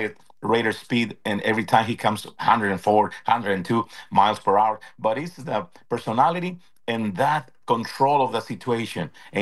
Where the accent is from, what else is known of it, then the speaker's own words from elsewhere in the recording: Tijuana, Baja California, Mexico; now in San Diego, United States; I'm originally from Tijuana